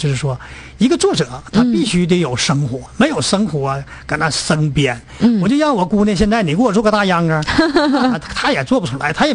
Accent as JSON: {"language": "Chinese", "region": "Northeast China", "country": "China", "tie": "born there", "lives_now": "Jilin, China", "said": "地域的文化养育了我，我呢又用地域的文化呢来创造抒发我们东北人的感情"}